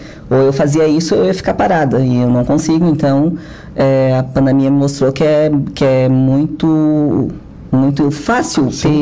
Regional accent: Rio Grande do Sul, Brazil; now in Santa Catarina, Brazil; E desde então, sempre morei aqui, assim, me considero uma catarinense. Sou gaúcha, mas me considero uma catarinense.

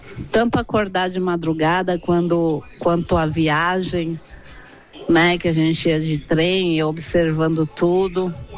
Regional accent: Santos, São Paulo, Brazil; now in Rondonópolis, Brazil; de Rondonópolis … Mato Grosso. Mas eu sou nascida e criada em Santos. Litoral de São Paulo.

